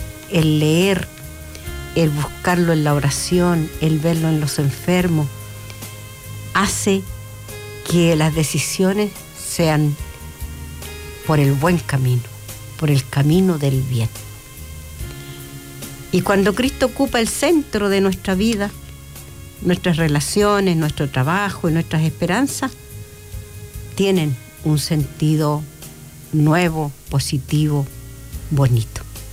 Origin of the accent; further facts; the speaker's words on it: Chile; nosotros, los chilenos, sabemos lo que significa eso.